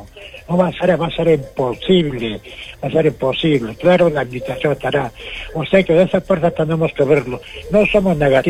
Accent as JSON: {"language": "Spanish", "country": "Peru", "said": "hay que poner nuestra bandera hay que poner, es su obligación, porque somos peruanos"}